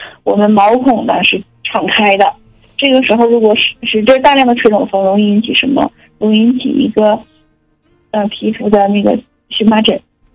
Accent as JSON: {"language": "Chinese", "region": "Northeast China", "country": "China", "said": "我们东北人呢本身脾胃呢就偏弱"}